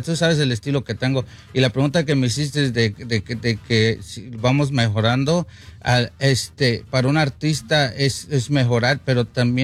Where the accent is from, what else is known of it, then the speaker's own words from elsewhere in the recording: Santa Catarina, Guanajuato, Mexico; Santa Catarina, Guanajuato. Santa Catarina, es un pueblito chiquito, cerquita de Querétaro.